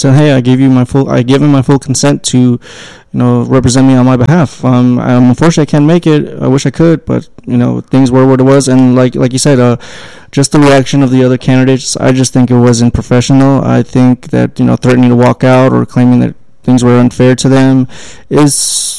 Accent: Little Rock, Arkansas, United States; I'm also from here. You know, I'm from Southwest Little Rock. I'm born and raised here my whole life

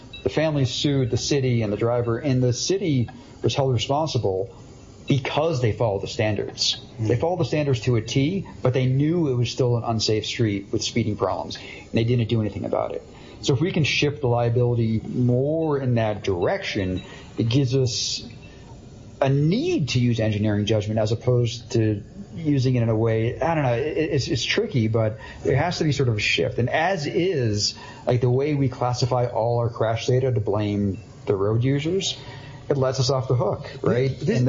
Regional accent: Massachusetts, United States; growing up near Boston.

